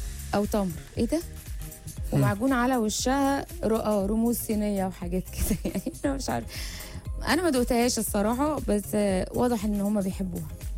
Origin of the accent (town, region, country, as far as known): Egypt